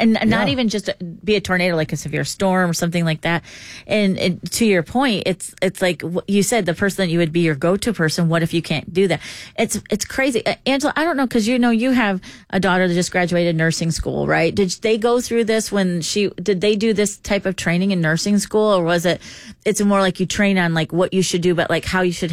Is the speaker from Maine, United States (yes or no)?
no; Michigan, United States; Or Michigan, where I'm from.